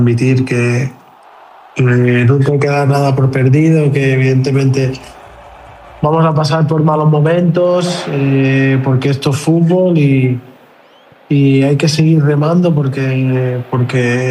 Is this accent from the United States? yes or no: no; Spain; Que somos españoles